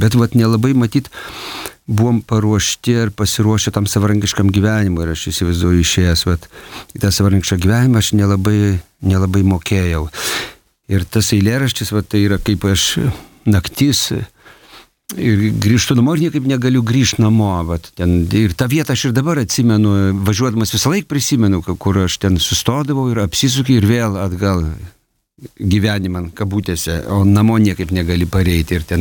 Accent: Aukštaitija, Lithuania; nes pats esu Aukštaitis iki kaulų smegenų

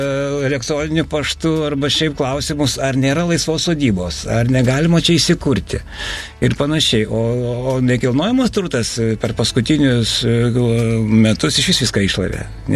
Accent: Dubingiai, Utena County, Lithuania; klausė, iš kur esi, sakau, iš Dubingių

